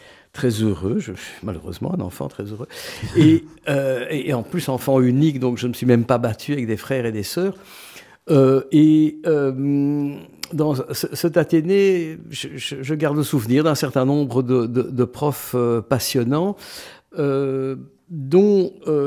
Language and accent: French; Schaerbeek, Brussels, Belgium; Je suis né à Schaarbeek. Et donc, j'ai passé à peu près les 15 premières années de ma vie dans cette commune